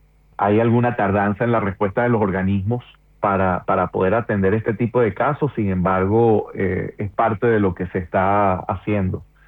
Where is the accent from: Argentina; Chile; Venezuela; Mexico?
Venezuela; nos ha caracterizado como venezolanos, pero también como iglesia